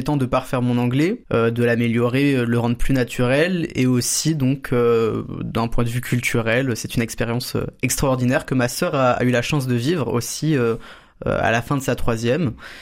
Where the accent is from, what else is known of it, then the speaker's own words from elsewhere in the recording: Montpellier, Occitanie, France; also born or lived in Saint-Aunès / Brussels (family origin); je suis né à Montpellier, je vis à Saint-Aunès aujourd'hui, et j'ai fait toute ma scolarité entre Saint-Aunès, où j'étais à l'école élémentaire, et Montpellier, où j'étais au collège et maintenant au lycée